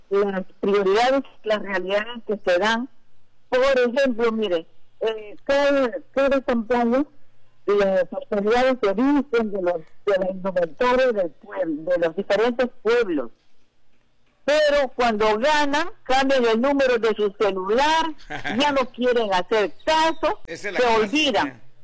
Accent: Peru; porque todos somos peruanos

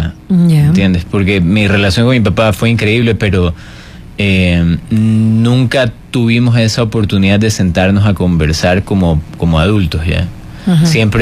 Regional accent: Ecuador; moved away; Como un ecuatoriano que ha salido

